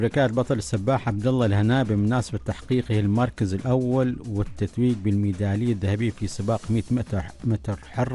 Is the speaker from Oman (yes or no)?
yes; Oman; عندنا في عمان